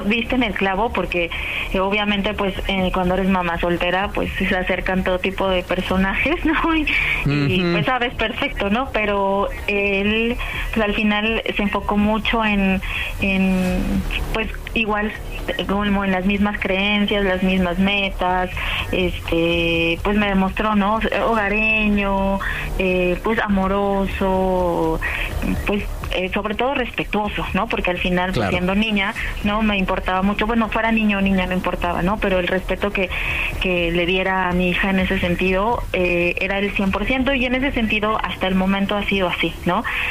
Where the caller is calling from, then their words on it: Mexico City, Mexico; Soy de la Ciudad de México, te llamo de aquí de la Alcaldía Benito Juárez y tengo 42 años.